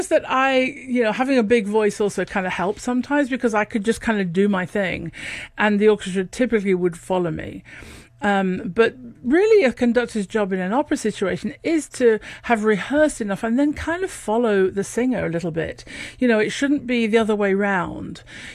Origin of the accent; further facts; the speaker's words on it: Lincoln, East Midlands, United Kingdom; accent: a bit of Yorkshire, northern; moved away; I come from Lincoln, which is about 120 miles north of London. So I have a bit of Yorkshire, but it's definitely north.